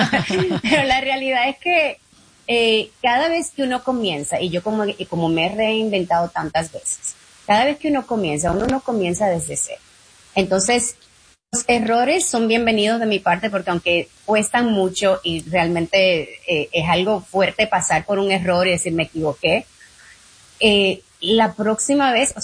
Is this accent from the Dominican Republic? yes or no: yes; Dominican Republic; yo soy latina, que vine de República Dominicana y soy mujer y soy ingeniero